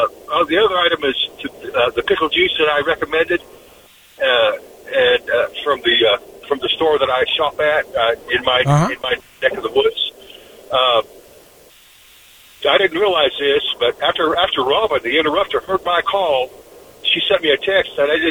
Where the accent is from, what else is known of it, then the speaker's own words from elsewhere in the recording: Oklahoma City, Oklahoma, United States; moved away; the Oklahoma State Fair, which was in my hometown